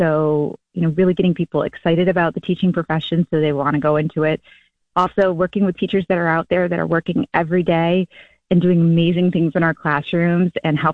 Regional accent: Syracuse, New York, United States; And I said I wanted to represent my hometown, and that is Syracuse, New York.

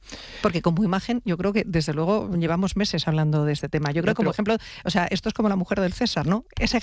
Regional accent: Madrid, Community of Madrid, Spain; es un problema que está afectando a Madrid y que nos duele como madrileños y como madrileñas

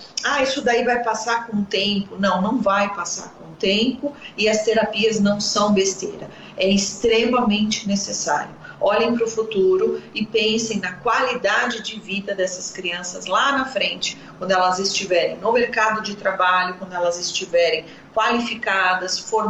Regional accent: Santo André, São Paulo, Brazil; Eu sou de Santo André, então eu tenho clínica aqui em Santo André e uma clínica em São Paulo, lá na Vila Leopoldina.

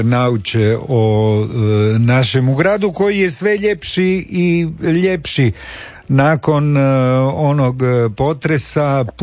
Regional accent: Zagreb, City of Zagreb, Croatia; born there; mi koji smo rođeni u Zagrebu

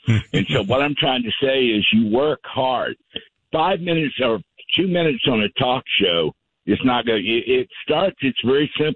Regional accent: De Leon, Texas, United States; I'm from De Leon originally.

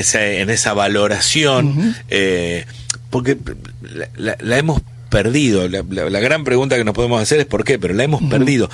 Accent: Buenos Aires, Argentina; por lo menos nosotros como porteños, yo me enlisto en los porteños

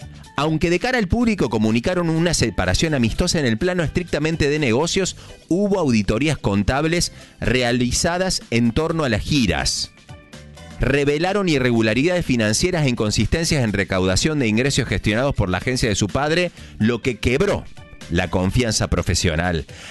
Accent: Córdoba, Argentina

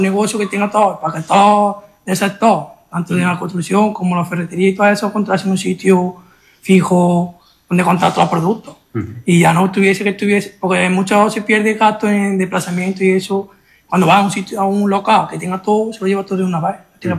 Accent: Marmolejo, Andalusia, Spain; como nosotros somos de aquí de Jaén y somos de Marmolejo

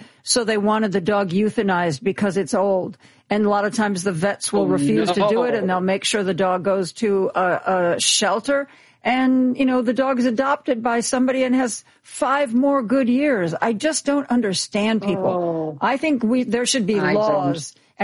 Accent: Elyria, Ohio, United States; Yes, I grew up in Elyria, Ohio, which is about 40 minutes west of Cleveland.

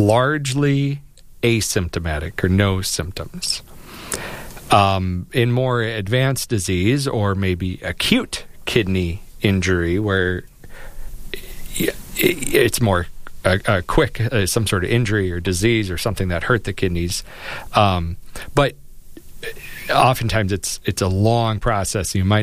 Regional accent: South Dakota, United States; I've been in Brookings over 13 years now. I'm born and raised in South Dakota

